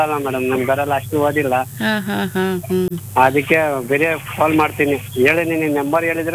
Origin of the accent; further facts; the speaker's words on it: Bengaluru, Karnataka, India; ಇಲ್ಲೇ ಮೇಡಮ್, ಚಿಕ್ಕ ವಯಸ್ಸಿನಿಂದ ಇಲ್ಲೇ ಇರೋದು.